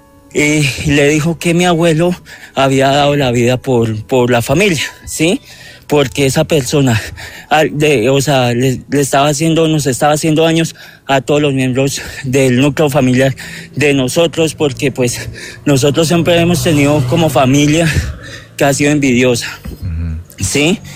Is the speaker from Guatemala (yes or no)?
no; Espinal, Tolima, Colombia; por lo general yo me crié en el Espinal Tolima, ¿sí?